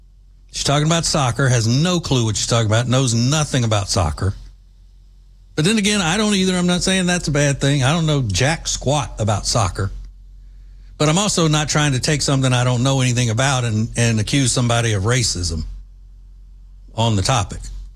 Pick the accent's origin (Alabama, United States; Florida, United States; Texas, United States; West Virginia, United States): Texas, United States; I'm from Texas